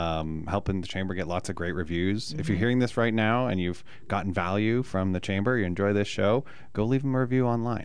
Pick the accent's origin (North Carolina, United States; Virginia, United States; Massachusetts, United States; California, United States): Massachusetts, United States; also born or lived in Texas; now in Prescott, United States; I was born in Texas, but raised in Massachusetts, so I grew up there. But I've been in Arizona for 24 years now, 4 years here in Prescott.